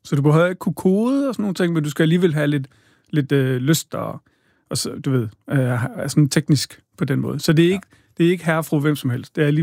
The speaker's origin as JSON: {"language": "Danish", "town": "Odense", "region": "Region of Southern Denmark", "country": "Denmark", "said": "Jeg er fra Odense, kan du høre det synge?"}